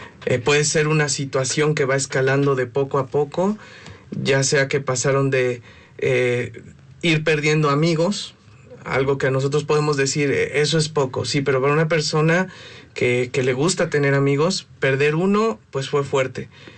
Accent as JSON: {"language": "Spanish", "country": "Mexico", "said": "aunque en México claro que nos importa principalmente porque somos mexicanos"}